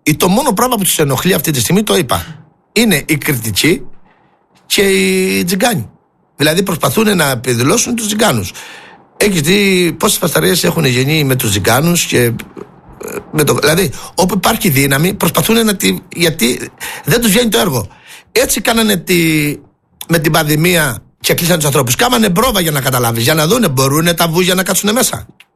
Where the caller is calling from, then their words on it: Crete, Greece